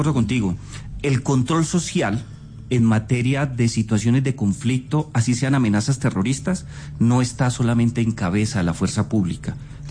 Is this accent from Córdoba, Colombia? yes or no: no; Buga, Valle del Cauca, Colombia; usted se encarga de Buga, mi ciudad natal, de hacer esto.